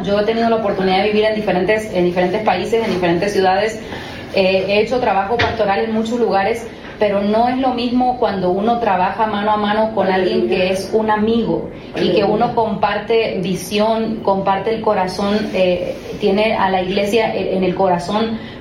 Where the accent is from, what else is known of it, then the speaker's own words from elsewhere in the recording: Argentina; Soy argentina.